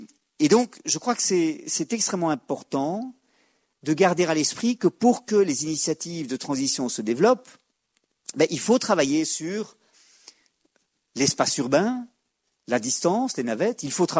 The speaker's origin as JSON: {"language": "French", "country": "Belgium", "said": "chez nous, en Belgique"}